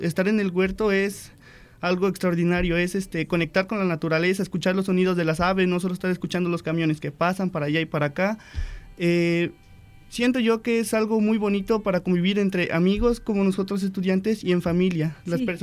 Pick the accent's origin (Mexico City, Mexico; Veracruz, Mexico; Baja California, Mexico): Veracruz, Mexico; Las Vigas de Ramírez; yo soy de Las Vigas de Ramírez, Veracruz, un municipio llamado El Manzanillo.